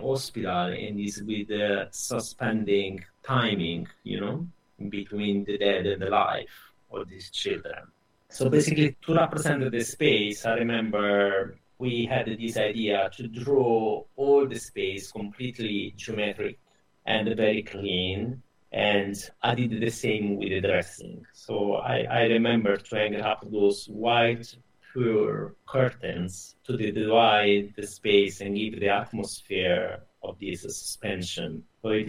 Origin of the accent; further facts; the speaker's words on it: Lazio, Italy; English is a second language; So I'm from Italy, a very small village in the north of Rome.